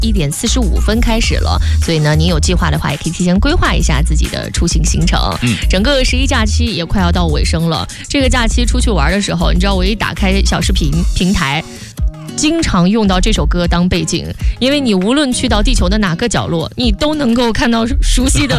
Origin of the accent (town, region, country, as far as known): China